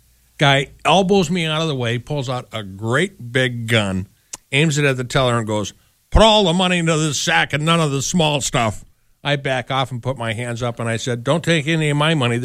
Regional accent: Minneapolis, Minnesota, United States; Well, I joined a health club in my hometown in Minneapolis

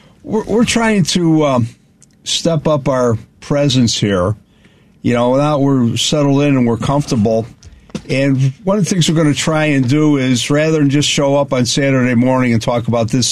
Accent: Chicago, Illinois, United States; Growing up here

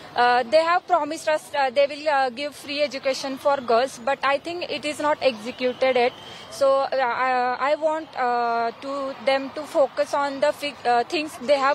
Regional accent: Pune, Maharashtra, India; We are from Pune itself.

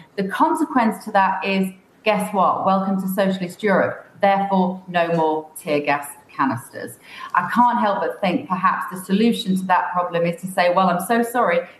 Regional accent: United Kingdom; I know a little bit of French. Being British, we get taught French in our high schools.

